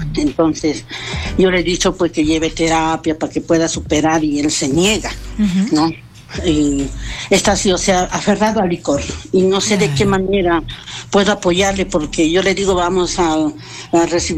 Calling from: Huancayo, Junín, Peru; llamo de Huancayo.

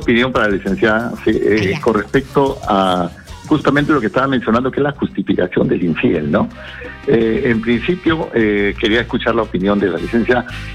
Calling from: Callao, Peru; Desde el Callao.

